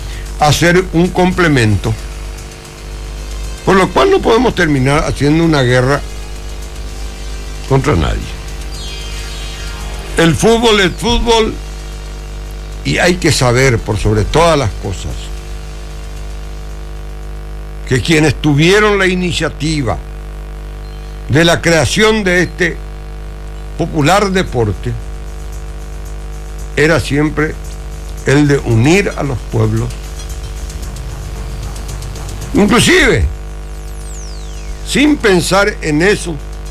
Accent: Luque, Central, Paraguay; más allá de la posición que tenemos como paraguayos, en nuestro caso como luqueños, ¿verdad?

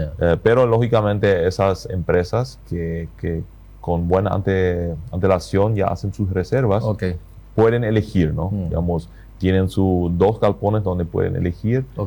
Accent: Paraguay; Yo creo que nosotros como paraguayos tenemos un valor fundamental

